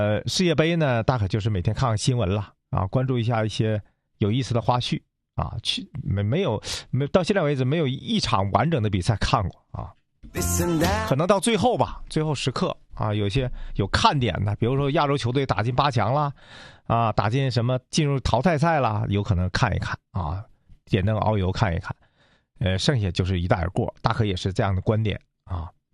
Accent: China

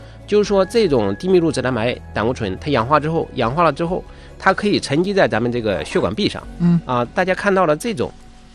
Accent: Northeast China, China; 咱们东北这边有一个说法叫立秋之后贴秋膘

